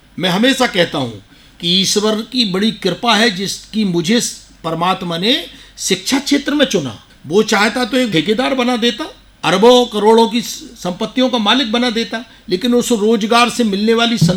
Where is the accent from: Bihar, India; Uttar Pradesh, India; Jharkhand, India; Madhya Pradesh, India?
Madhya Pradesh, India; Kareli; मैं करेली का रहने वाला हूँ, नरसिंहपुर जिले में आता है, वहाँ से 120 किलोमीटर दूर सागर था